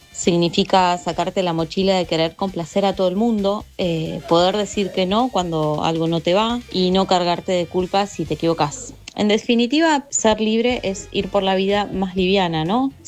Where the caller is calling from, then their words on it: Munro, Buenos Aires Province, Argentina; de Munro.